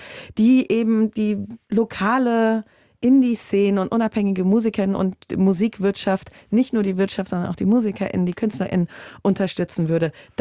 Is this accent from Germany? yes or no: yes; Hesse, Germany; Und ja, als Hessin meine ich auch Südhessisch.